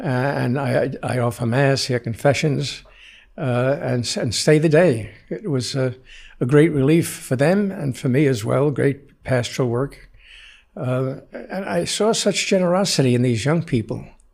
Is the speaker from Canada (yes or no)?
no; New York City, New York, United States; I grew up in the Bronx, and everything revolved around the parish, and the priest was the leader.